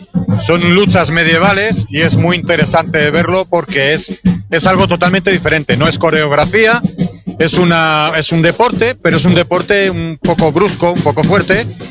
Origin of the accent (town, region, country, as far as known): Burgos, Castile and León, Spain